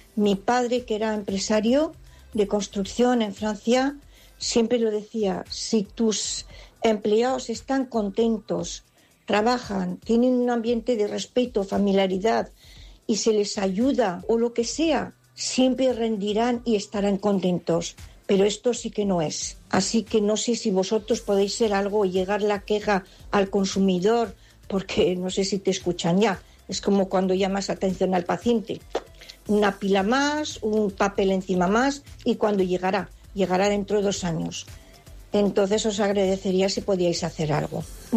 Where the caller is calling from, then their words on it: Zaragoza, Aragon, Spain; de Zaragoza.